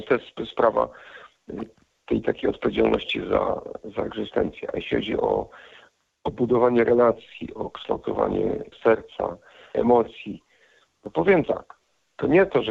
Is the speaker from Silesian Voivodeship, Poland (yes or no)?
yes; Silesian Voivodeship, Poland; tutaj u nas na Śląsku.